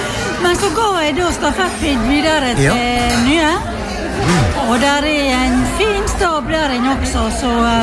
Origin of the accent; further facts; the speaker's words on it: Giske, Møre og Romsdal, Norway; moved away as an adult; now in Sykkylven, Norway; Født og oppvokst på Giske, men bosatt i Sykkylven.